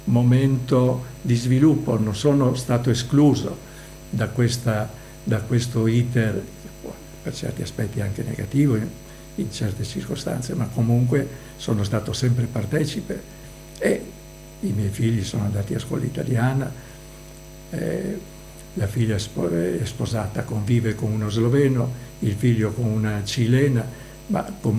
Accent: Buje, Istria County, Croatia; moved away; also born or lived in Piran; visto che abito a Pirano, a quei tempi abitavo a Pirano, e ha detto, ma lei non è piranese? No, dico, sono di Buie.

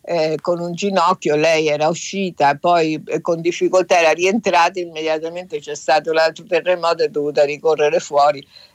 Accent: Venezuela; Come venezuelana posso dire che spero che questi aiuti arrivino e poi si vedrà il resto.

